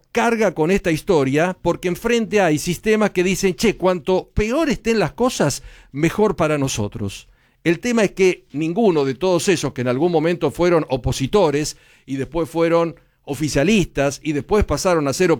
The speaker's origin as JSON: {"language": "Spanish", "country": "Argentina"}